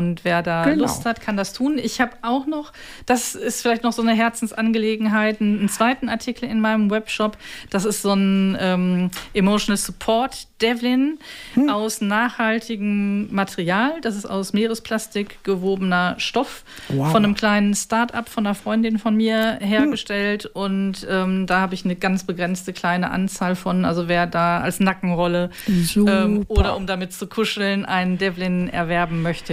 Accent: Herten, North Rhine-Westphalia, Germany; now in Bremen, Germany; Aber am 7. November zum Beispiel bin ich in Herten-Westerholt in meiner Heimat

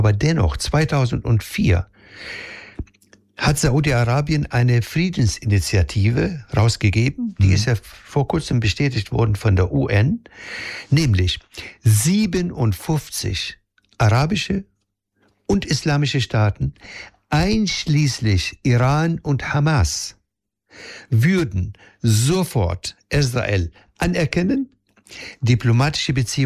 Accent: Palestine; wir haben als Palästinenser keine Verbündeten mehr

